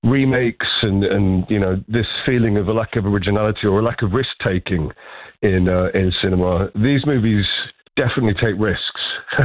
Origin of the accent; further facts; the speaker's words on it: London, United Kingdom; born there; I mean, I was born in London, I've got a lot of love for London, so I kind of consider myself a Londoner above all else, I suppose.